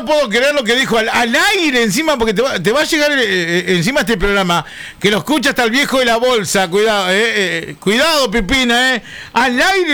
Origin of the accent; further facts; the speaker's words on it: Argentina; Como argentino lo digo, no estoy de acuerdo con eso, ¿eh?